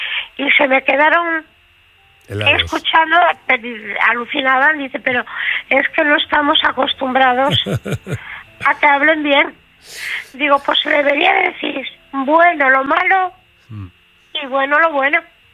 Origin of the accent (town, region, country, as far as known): Santander, Cantabria, Spain